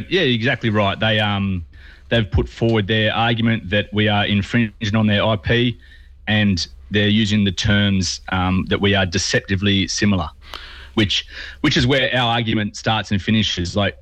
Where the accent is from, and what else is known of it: Warren, New South Wales, Australia; moved away